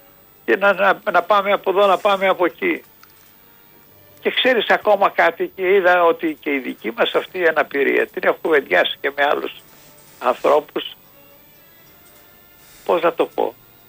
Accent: Athens, Attica, Greece; moved away as an adult; now in Kavala, Greece; το σπίτι μου, η οικογένειά μου, η δική μου είναι στην Αθήνα. Είμαι Αθηναίος. Εκεί νιώθω την Αθήνα, την νιώθω σπίτι μου

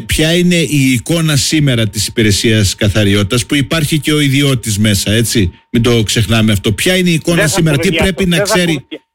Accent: Heraklion, Crete, Greece; Εξάλλου και εγώ είμαι ένας Ηρακλειώτης που μένω. Ένας Ηρακλειώτης που μένω εκτός κέντρου.

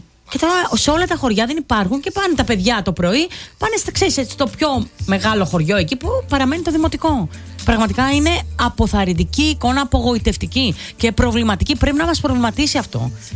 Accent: Western Greece, Greece; Και στην Ηλία, στα μέρη μου, στα μικρά χωριά όπως είναι το δικό μου, δεν υπάρχει παζά. Έχει κλείσει εδώ και πάρα πολλά χρόνια το σχολείο.

